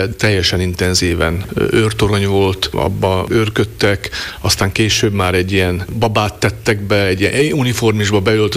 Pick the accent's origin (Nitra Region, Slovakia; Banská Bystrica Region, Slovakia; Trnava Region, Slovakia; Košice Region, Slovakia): Košice Region, Slovakia; born or raised there; moved away as an adult